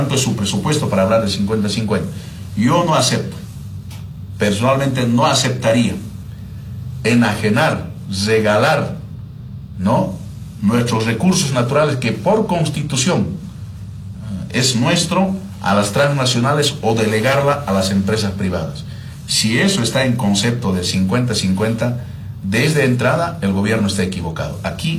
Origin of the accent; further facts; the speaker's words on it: Bolivia; como un boliviano más.